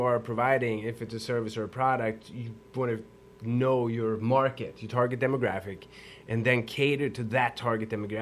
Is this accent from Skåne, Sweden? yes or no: no; Stockholm, Stockholm County, Sweden; English is a second language; now in United States; I'm from Sweden. I grew up in Stockholm, Sweden.